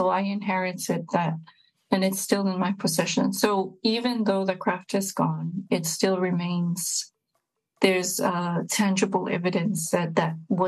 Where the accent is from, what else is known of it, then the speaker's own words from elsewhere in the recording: Samoa; Samoans that we just do it. So it was never a question in my mind that even though my children are growing up outside of Samoa, they have their finements and they have their siapos